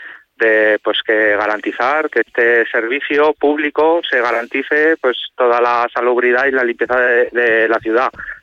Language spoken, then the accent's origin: Spanish; Zaragoza, Aragon, Spain; yo que soy zaragozano, sí, y pues transito Zaragoza